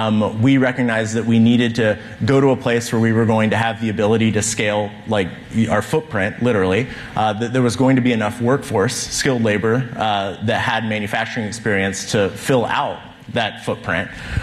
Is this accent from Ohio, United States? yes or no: yes; Ohio, United States; I want to be clear. I'm from Ohio originally.